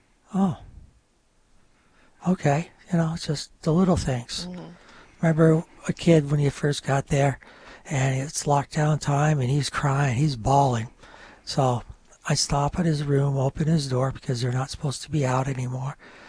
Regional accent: New York, United States; first language French; English is a second language; English is my second language. Originally from the North Country of New York, that is Quebec, and my mother was from Montreal, so all we spoke was French at home.

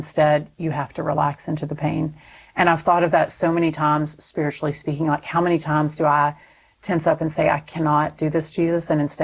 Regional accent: Texas, United States; Yeah, so I'm Texan, so it should have a pronunciation guide in there

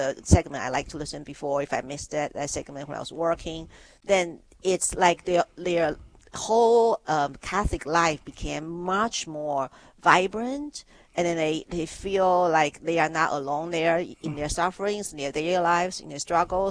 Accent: Taiwan; Well, I've never been to the China mainland because I was born and raised in Taiwan.

